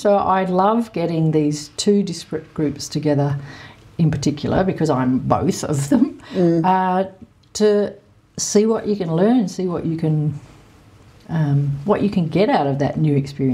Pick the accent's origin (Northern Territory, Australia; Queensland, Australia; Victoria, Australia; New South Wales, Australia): Northern Territory, Australia; Alice Springs; I'm from Alice Springs.